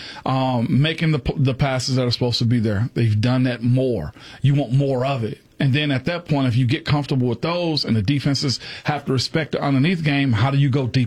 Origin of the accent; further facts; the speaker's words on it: Henning, Tennessee, United States; I grew up in Henning. But I went to school at Ripley High School.